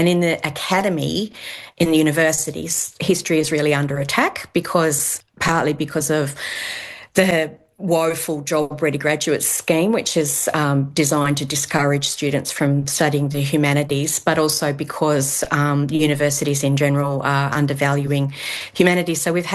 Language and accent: English; Tasmania, Australia; I was raised in Tasmania, and we were taught the dominant narrative, which is that Tasmanian Aboriginal people were driven to extinction by colonisation.